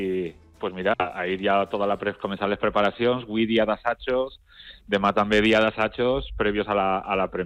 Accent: Castellón de la Plana, Valencian Community, Spain; jo com a castellonenc

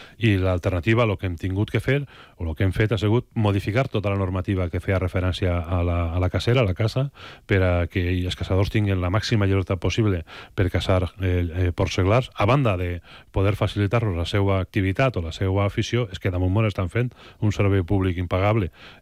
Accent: Valencian Community, Spain; A mi, com a valencià i com a responsable públic d'aquest tema, més encara, m'enfada molt quan veig gent de fora

